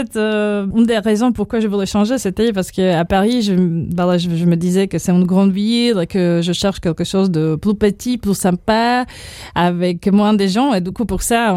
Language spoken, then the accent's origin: French; Bratislava, Bratislava Region, Slovakia; French is a second language; Après, j'ai choisi en fait le lycée bilingue. Donc, chez nous à Bratislava, c'est le lycée méthodova. où il y a des cours en fait en français déjà.